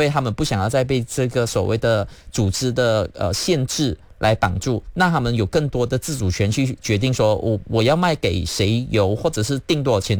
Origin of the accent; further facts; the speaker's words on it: Malaysia; 我们马来西亚人真的相对幸福